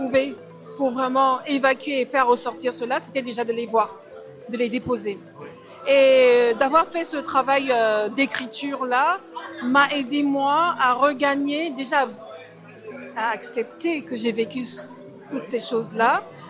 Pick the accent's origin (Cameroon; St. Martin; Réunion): Cameroon; moved away as an adult; now in France; Alors, je suis camerounaise. Je suis en France depuis une vingtaine d'années maintenant.